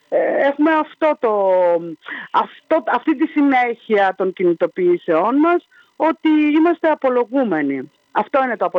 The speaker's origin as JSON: {"language": "Greek", "region": "Western Macedonia", "country": "Greece", "said": "Ως Έλληνες αγρότες και ως Δυτική Μακεδονία"}